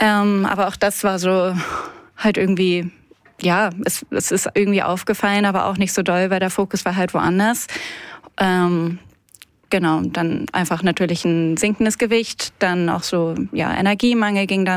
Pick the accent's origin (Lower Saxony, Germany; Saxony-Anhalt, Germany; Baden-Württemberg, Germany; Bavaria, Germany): Lower Saxony, Germany; Hannover; now in Zillertal, Austria; also ich komme aus Hannover und bin zu dem Zeitpunkt dann ins Zillertal gezogen, nach Österreich